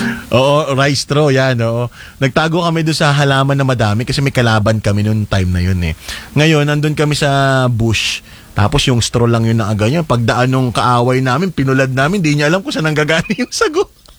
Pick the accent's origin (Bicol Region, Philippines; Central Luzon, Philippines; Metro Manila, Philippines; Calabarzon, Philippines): Calabarzon, Philippines; Quezon; Ang tawag sa amin sa Quezon na nagpupulad ng sabo.